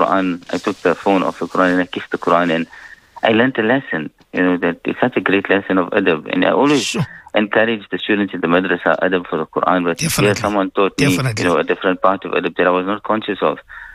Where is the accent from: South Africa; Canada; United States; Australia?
South Africa; born there; I'm born in this country. Our parents are born in this country. Our grandparents are born in this country. It's the only citizenship that we hold. I mean, we are South African.